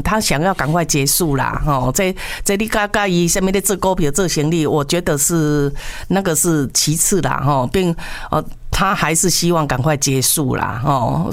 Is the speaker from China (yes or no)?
no; Taiwan; 什么？我们中国，我们是台湾的。